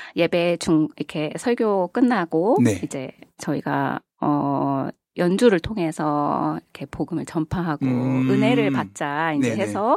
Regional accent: Seoul, South Korea; moved away as an adult; also born or lived in Mokpo; now in Jeonju, South Korea; 저는 서울에서 왔습니다

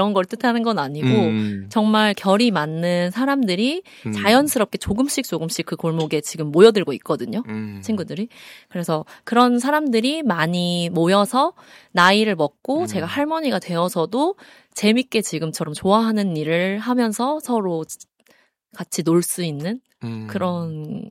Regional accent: Incheon, South Korea; born there; now in Jeonju, South Korea; 저도 고향이 전주가 아니거든요. 저는 원래 인천이 고향이고 하지만 전주에서 훨씬 오래 살았어요. 근데 전주가 오히려 저한테는 어떤 고향이고 품안 같은 그런 곳이에요.

